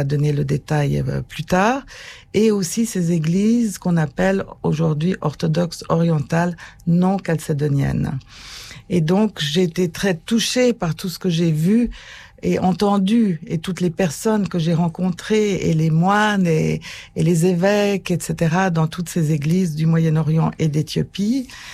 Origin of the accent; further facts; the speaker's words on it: Geneva, Switzerland; malgré mon nom très français et parisien, je suis d'origine genevoise et donc protestante, mais ma famille était à Genève depuis le début du XIVe siècle. Donc, nous étions catholiques avant de devenir protestants.